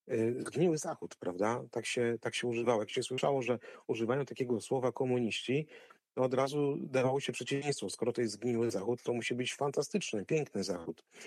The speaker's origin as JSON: {"language": "Polish", "town": "Szczytno", "region": "Warmian-Masurian Voivodeship", "country": "Poland", "tie": "born or raised there", "said": "ja wychowywałem się na osiedlu, gdzie mieszkały rodziny oficerskie, szczytnie, pilotów z Lipowca, z jednostki wojskowej, a jednocześnie było sporo rodzin milicyjnych, bo też była szkoła milicyjna"}